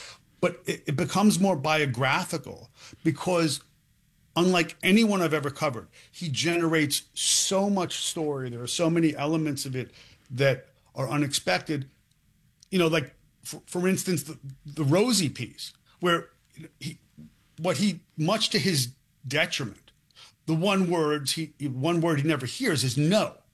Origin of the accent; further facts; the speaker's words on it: New York, United States; born there; I was born in New York. I know the history of New York fighters.